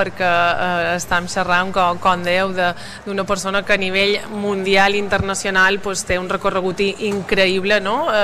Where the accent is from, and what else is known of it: Balearic Islands, Spain